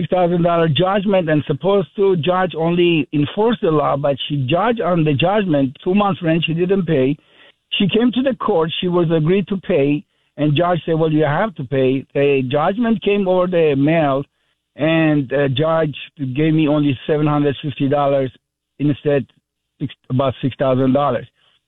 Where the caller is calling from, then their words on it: Armenia; I'm Armenian.